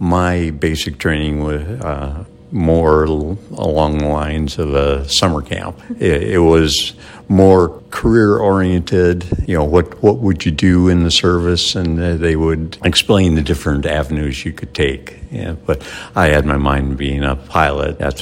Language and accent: English; Minnesota, United States; moved away as an adult; I was raised in Minnesota